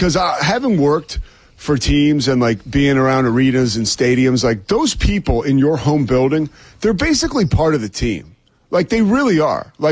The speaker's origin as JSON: {"language": "English", "town": "Philadelphia", "region": "Pennsylvania", "country": "United States", "moved": "yes", "said": "I'm from Philadelphia here"}